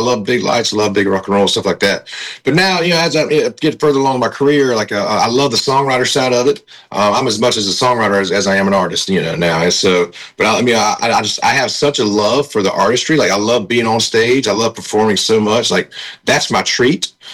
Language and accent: English; South Carolina, United States; I'm from South Carolina, and that sound, you know, kind of has like a, you know, a gospely, bluesy, swampy kind of thing to it.